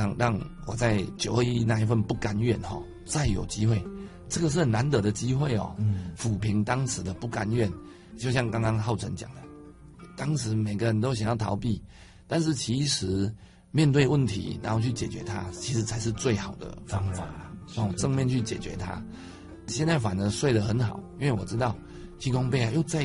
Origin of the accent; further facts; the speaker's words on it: Nantou County, Taiwan; moved away as an adult; 因为这也就是我的家乡啊